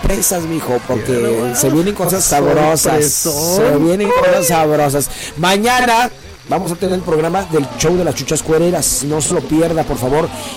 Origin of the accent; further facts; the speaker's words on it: Ixtapa, Mexico; Yo soy de Ixtapa, mijo, Yo soy de Ixtapa, de justamente de los meros tamarindos. Zona pesada, mijo. Zona pesada. De los tamarindos